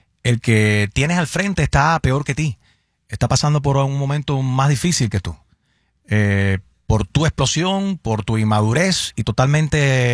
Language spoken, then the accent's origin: Spanish; Puerto Rico; Y soy puertorriqueño.